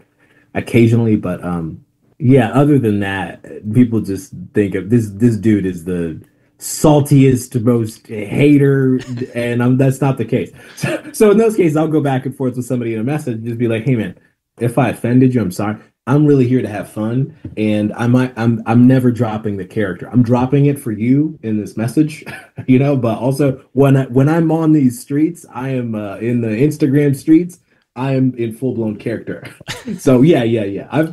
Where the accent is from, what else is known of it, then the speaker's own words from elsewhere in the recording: Tanzania; and I'm from Tanzania, East Africa